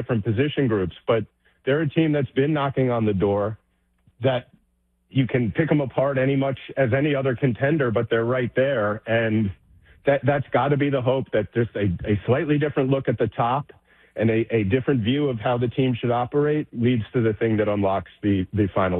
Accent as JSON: {"language": "English", "region": "New York", "country": "United States", "said": "You know, I'm as I said earlier in this, I'm a New Yorker"}